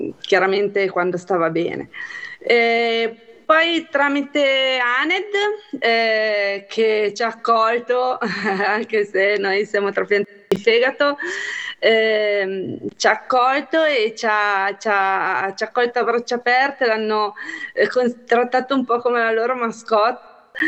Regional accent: Liguria, Italy; diciamo che essendo liguri nuotava sempre in mare

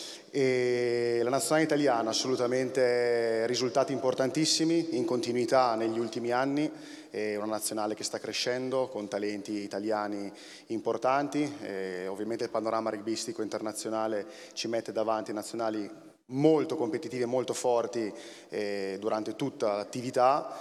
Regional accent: Reggio Emilia, Emilia-Romagna, Italy; vengo da Reggio Emilia

